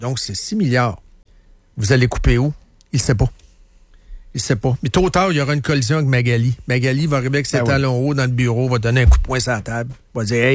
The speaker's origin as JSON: {"language": "French", "town": "Trois-Rivières", "region": "Quebec", "country": "Canada", "said": "Moi, je le sais. Je viens de Trois-Rivières."}